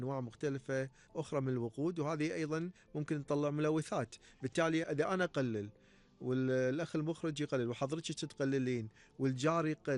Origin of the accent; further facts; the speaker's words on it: Kuwait; إحنا عندنا بالكويت